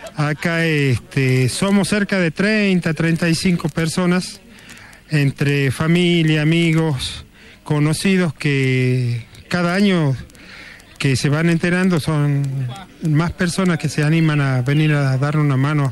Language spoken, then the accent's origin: Spanish; Cerrillos, Salta, Argentina; yo soy de Cerrillos